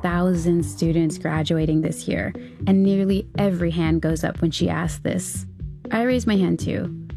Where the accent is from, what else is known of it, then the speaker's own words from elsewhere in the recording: California, United States; I grew up in the Central Valley as well, just a couple hours north.